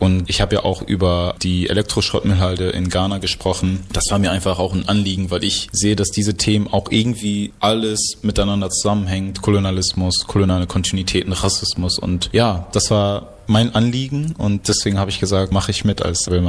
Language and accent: German; Bersenbrück, Lower Saxony, Germany; moved away as an adult; now in Oldenburg, Germany; ich bin 23 Jahre alt, komme eigentlich aus dem schönsten Bersenbrück, studiere aber hier in Oldenburg Chemie.